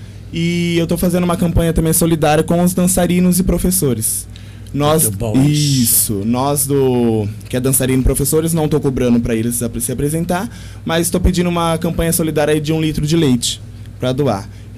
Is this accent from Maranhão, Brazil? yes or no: no; Monte Alto, São Paulo, Brazil; Nascido e criado aqui em Monte Alto, lá no bairro Alvorada. Nasci e criado lá, né?